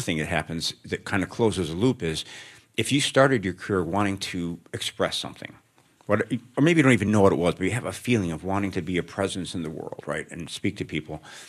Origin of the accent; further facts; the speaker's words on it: Chicago, Illinois, United States; The bigger answer is I grew up in Chicago on the South Side. And in the late 60s and 70s.